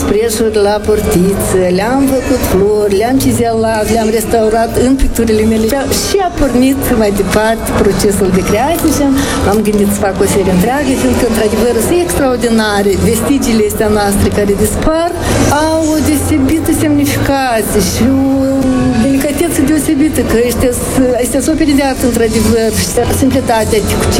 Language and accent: Romanian; Nicleușeni, Moldova; also born or lived in Seliște; M-am născut în Seliște, Nisporeni, dar am copilărit în Nicleușeni, lângă Dolna, câțiva kilometri